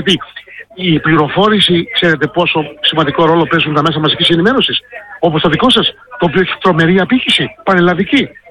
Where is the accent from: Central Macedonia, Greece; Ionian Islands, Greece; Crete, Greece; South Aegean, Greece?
South Aegean, Greece; Kastellorizo